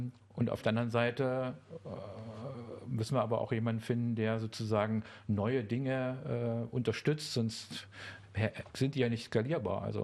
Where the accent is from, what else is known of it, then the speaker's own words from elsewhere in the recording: Dresden, Saxony, Germany; Ich bin zurück in meine Heimat Dresden, also in die Nähe Dresden gegangen.